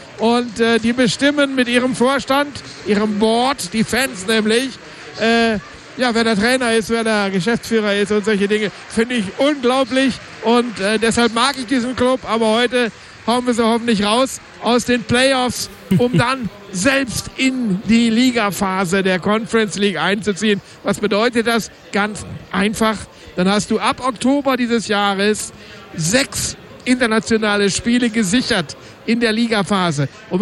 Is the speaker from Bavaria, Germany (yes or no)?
no; Bielefeld, North Rhine-Westphalia, Germany; für mich als Bielefelder erinnert es mich an das ganz alte Stadion vom VfB 03 Bielefeld.